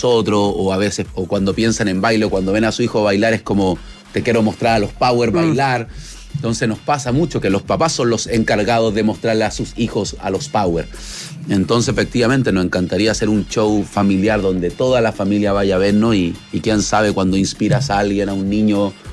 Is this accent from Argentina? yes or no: no; Chile; Nos criamos en los teatros con mis papás, ambos papás fueron bailarines del Ballet Nacional Chileno, nos criamos en el Teatro de la Chile